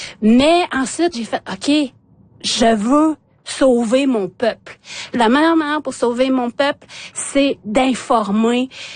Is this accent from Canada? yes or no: yes; Quebec City, Quebec, Canada; j'ai grandi à Québec, donc hors communauté.